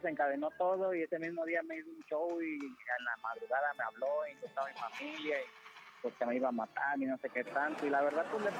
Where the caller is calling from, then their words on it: Monterrey, Nuevo León, Mexico; ya no vivo ni allá, ya ahorita vivo en Monterrey.